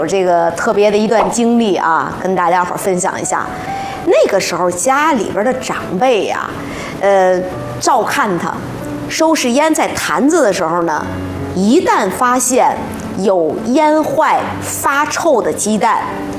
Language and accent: Chinese; northern China, China; 像咱们北方呢大多是用盐水浸泡腌制。